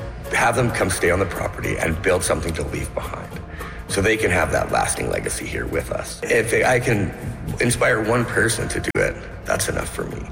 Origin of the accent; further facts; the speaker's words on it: Canada; I'm a Canadian artist here based in Alberta, just south of Edmonton.